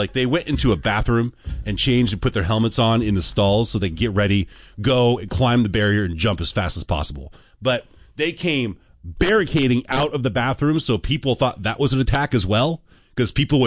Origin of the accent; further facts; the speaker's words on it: Portland, Oregon, United States; I'm not a big fan of the city of Seattle because I grew up in Portland and they're kind of rival cities.